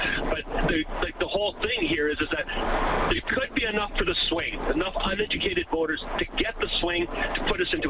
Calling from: Alberta, Canada; we've got the same situation here in Alberta

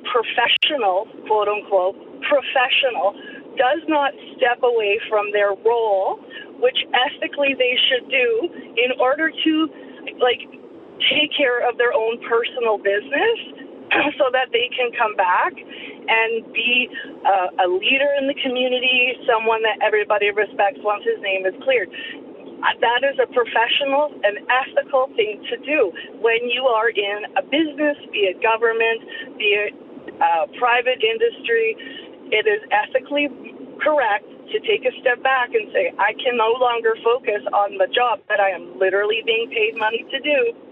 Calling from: Winnipeg, Manitoba, Canada; I'm from Transcona, a longtime resident.

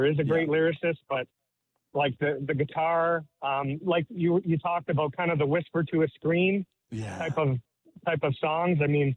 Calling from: St. Catharines, Ontario, Canada

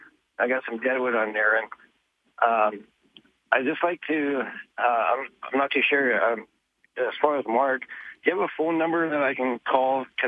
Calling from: Calgary, Alberta, Canada; Listen, I live in the Forest Lawn area

